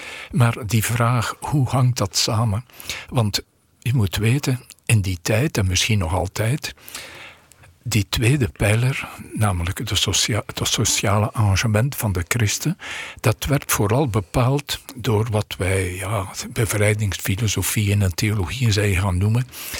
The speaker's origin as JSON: {"language": "Dutch", "town": "Poperinge", "region": "Flanders", "country": "Belgium", "lives_now": "Netherlands", "said": "Ik ben uit Poperingen. Dat ligt vlakbij Ypres, maar eigenlijk vlakbij de Franse grens. En dat heeft mijn jeugd zeer getekend. Ik heb altijd aan mensen gezegd, ik ben geboren tussen 2 abdijen."}